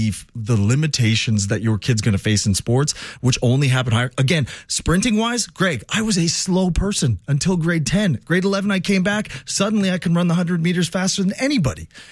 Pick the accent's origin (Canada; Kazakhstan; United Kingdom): Canada; Montreal, Quebec; he's a hero to me growing up in Montreal.